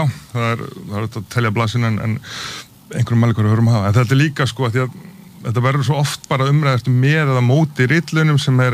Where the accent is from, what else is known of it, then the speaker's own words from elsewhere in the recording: United Kingdom; also born or lived in Norway; þá hérna ólst ég upp í Bretland og Noregi sem að hérna sem nú kannski ekki mjög langt í burtu